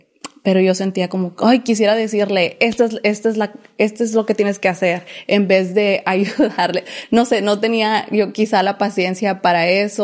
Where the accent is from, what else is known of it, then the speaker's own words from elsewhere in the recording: Hidalgo, Texas, United States; Spanish is a second language; moved away; Yo soy del Valle de Río Grande, de Hidalgo, para ser específica. Mucha gente, en vez de decirles Hidalgo, donde realmente crecí, les digo McAllen porque es lo que todos... Es la ciudad más grande ahí, pero es frontera con Reynosa, Tamaulipas.